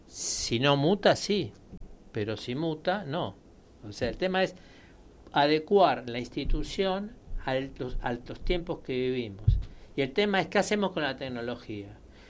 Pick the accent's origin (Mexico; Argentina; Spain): Argentina; Yo soy argentino